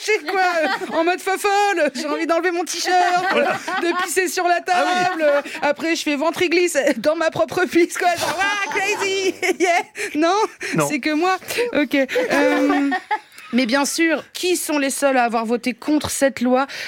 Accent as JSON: {"language": "French", "country": "Italy", "said": "Et ça, personne n'y croit que je suis italienne là."}